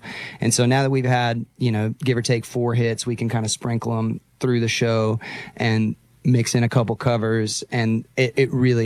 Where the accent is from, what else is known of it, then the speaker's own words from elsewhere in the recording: Texas, United States; Growing up in Texas, it's kind of in your bones.